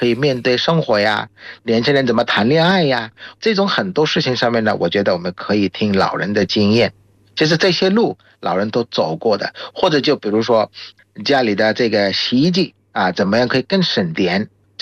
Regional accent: Bangladesh; Chinese is a second language

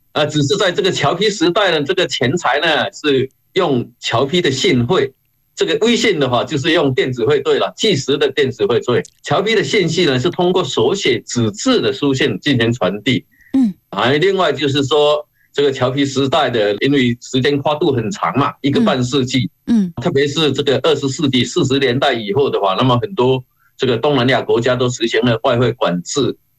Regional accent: China

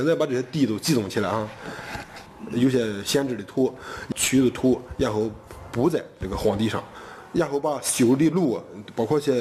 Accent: Qianwuguan, China; 我是就说土生土长的前五官村人，小时候经常看到父辈这一代人外出打工

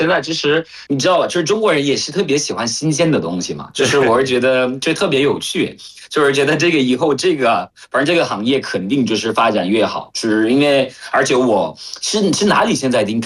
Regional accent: Cameroon; Chinese is a second language; 我是来自喀麦隆的

